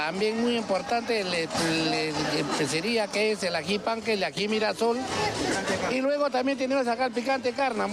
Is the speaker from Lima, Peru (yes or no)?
no; Huancayo, Junín, Peru; De mi tierra, de Huancayo, papá, directamente de Zapayanga.